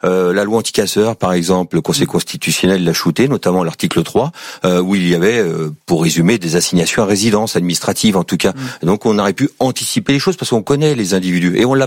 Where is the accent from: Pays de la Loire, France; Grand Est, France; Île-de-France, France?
Île-de-France, France; Je fais partie des citoyens qui sont issus des quartiers sensibles. Je suis issu de Seine-Saint-Denis du 93. Mes parents y habitent toujours dans des cités HLM.